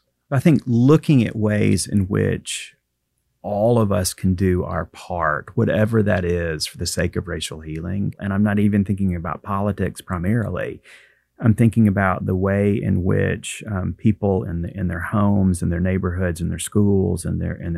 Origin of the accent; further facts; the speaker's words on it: Guntersville, Alabama, United States; a little bitty United Methodist church in Guntersville, Alabama, my hometown.